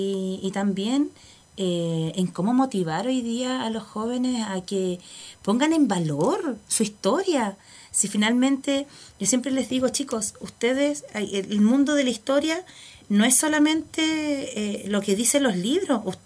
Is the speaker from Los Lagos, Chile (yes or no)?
yes; Chiloé, Los Lagos, Chile; tengamos nosotros como chilote